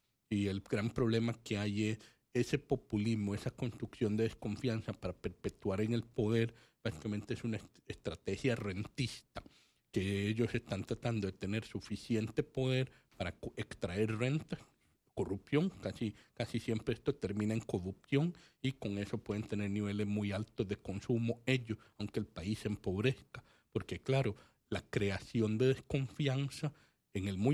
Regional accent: Costa Rica

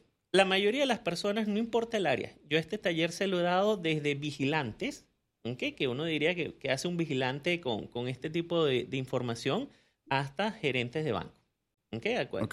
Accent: Venezuela; born there; Yo nací en Venezuela, pero mi familia emigró a Venezuela por el boom petrolero.

